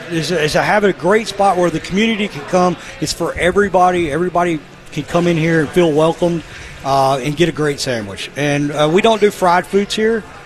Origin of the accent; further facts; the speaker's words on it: United States; I'm from Jolton originally. I lived there all my life.